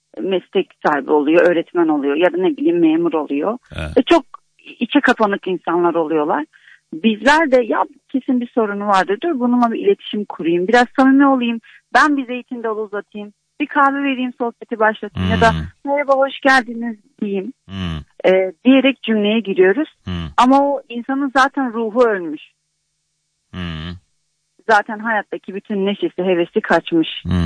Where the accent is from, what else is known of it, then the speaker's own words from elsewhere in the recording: Van, Turkey; Aslında Vanlıyım aslında.